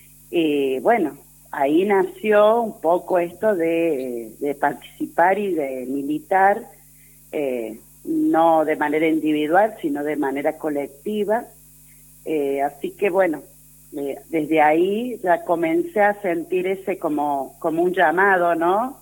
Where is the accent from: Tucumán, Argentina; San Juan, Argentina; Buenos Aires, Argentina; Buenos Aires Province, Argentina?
San Juan, Argentina; moved away as an adult; now in Chubut, Argentina; yo comencé trabajando en San Juan, porque bueno, yo soy de San Juan, pero hace más de 21 años que vivo acá en la Patagonia, en Chubut.